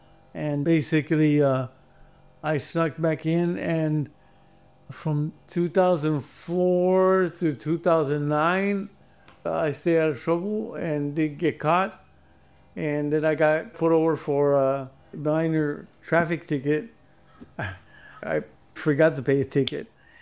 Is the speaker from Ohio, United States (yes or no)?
no; Compton, California, United States; But because I grew up in Compton, yes, I grew up around a gang member, and yes, I was at one point.